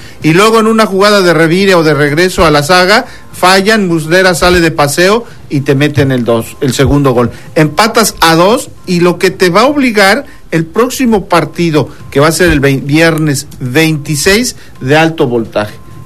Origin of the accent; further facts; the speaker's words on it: Mexico; Como mexicanos necesitamos destacar eso.